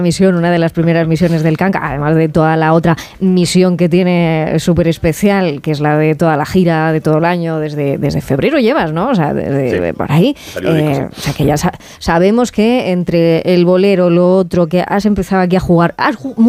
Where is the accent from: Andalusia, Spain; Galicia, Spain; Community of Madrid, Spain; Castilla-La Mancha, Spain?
Andalusia, Spain; Málaga; cerquita, soy de Málaga